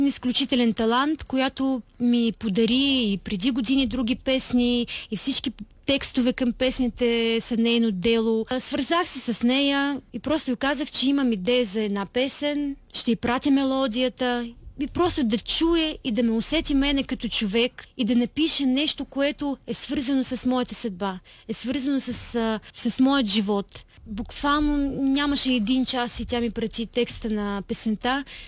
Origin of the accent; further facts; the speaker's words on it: Ukraine; Bulgarian is a second language; now in Bulgaria; съм от Украйна и моето семейство доста ми липсва, защото не сме един до друг дълги години, виждаме се много рядко